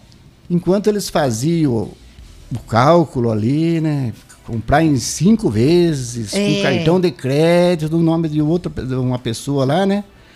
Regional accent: Guareí, São Paulo, Brazil; moved away as an adult; also born or lived in Itapetininga; now in Angatuba area, Brazil; Eu nasci no Bairro do Cerro.

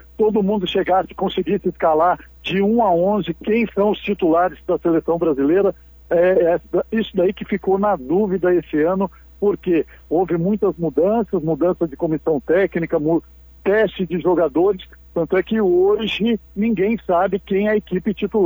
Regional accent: Brazil; nós como brasileiros estamos na torcida.

